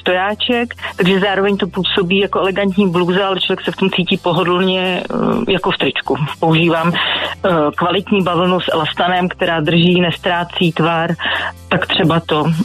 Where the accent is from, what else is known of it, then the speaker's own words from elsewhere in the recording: Prague, Czechia; Já jsem z Prahy, z Modřan konkrétně.